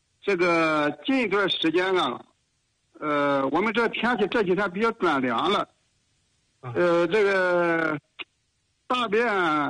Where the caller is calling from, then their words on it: Shandong, China; 我是山东的一位患者。